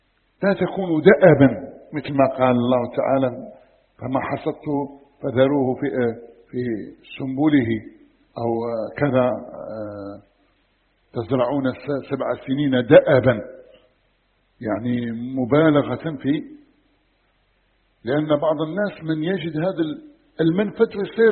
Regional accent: Algeria; سموها عندنا في الجزائر الوعدة، وعدة وهي طقوس الوليمة التي تقام على القباب

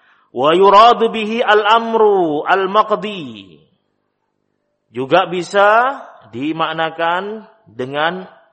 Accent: Java, Indonesia; Kalau dalam istilah kita orang Jawa, ojo kalah karo arek.

